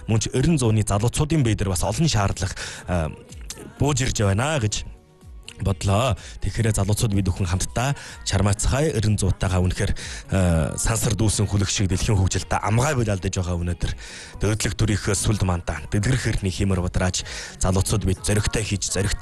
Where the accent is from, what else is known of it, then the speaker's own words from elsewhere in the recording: Hulunbuir, Inner Mongolia, China; Хүлэн байр нутгийн маань өнгө зөмж гэж үнэхээр сайхан.